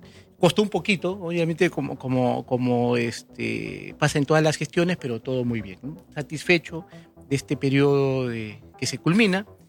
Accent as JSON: {"language": "Spanish", "country": "Peru"}